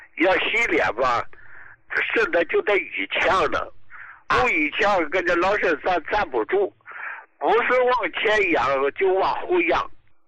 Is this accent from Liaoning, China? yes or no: yes; Dalian, Liaoning, China; 我是大连的哈，就在一大二院的